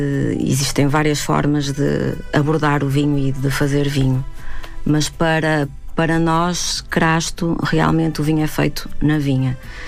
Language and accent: Portuguese; Braga, Portugal; Eu não nasci no meio da vinha, eu não fui criada no meio da vinha, eu sou de Braga.